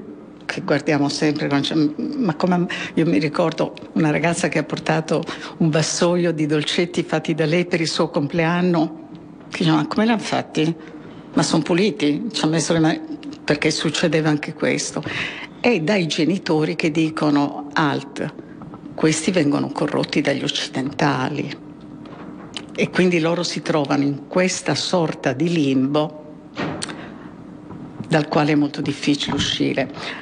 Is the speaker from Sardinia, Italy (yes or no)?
yes; Sardinia, Italy; Io sono cresciuta in Sardegna, è una cultura arcaica